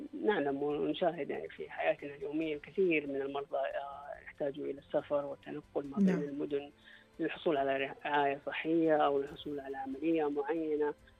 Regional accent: Saudi Arabia; عندنا في المملكة العربية السعودية

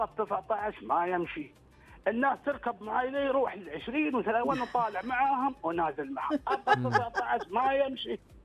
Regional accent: Al-Ahsa, Eastern Province, Saudi Arabia; accent: Hasawi; وسمعنا نتكلم عربي باللهجه الحساويه

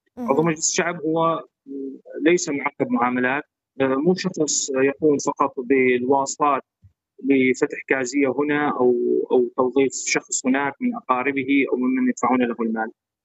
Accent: Syria; عندنا في سوريا

